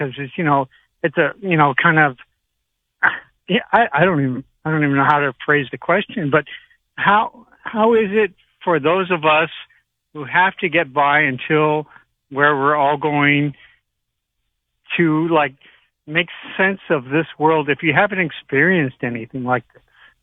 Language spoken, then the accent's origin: English; Sedona, Arizona, United States; And, well, I grew up in Sedona, Arizona.